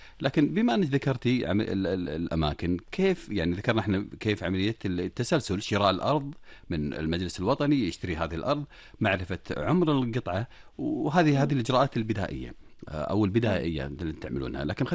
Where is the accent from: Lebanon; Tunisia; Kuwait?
Kuwait; عندنا في الكويت